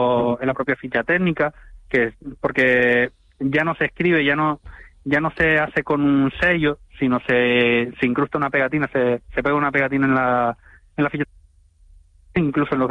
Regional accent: Tenerife, Canary Islands, Spain; yo soy de Tenerife

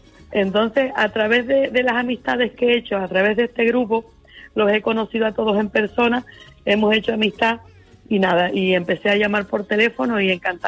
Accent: La Orotava, Canary Islands, Spain; Yo soy venidera de Aguamansa

